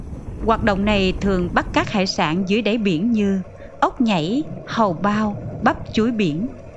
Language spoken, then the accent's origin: Vietnamese; Kien Giang, Vietnam; born or raised there